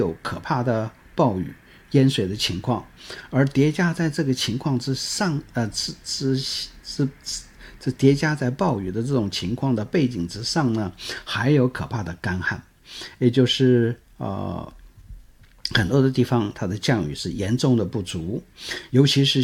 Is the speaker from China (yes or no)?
no; Taiwan; 我们台湾